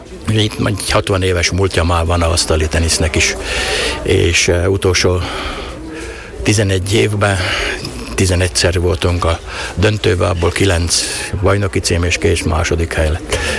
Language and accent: Hungarian; Hodoš, Mura, Slovenia; ilyen pedagógus családból származunk, és én is itt lakok Hodosban, úgyhogy elég gyakran járok itten.